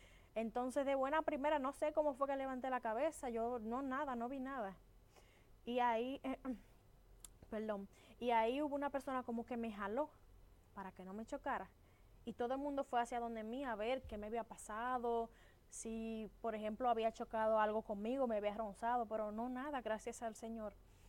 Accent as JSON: {"language": "Spanish", "town": "Baní", "region": "Peravia", "country": "Dominican Republic", "said": "todo mi pueblo Vanilejo"}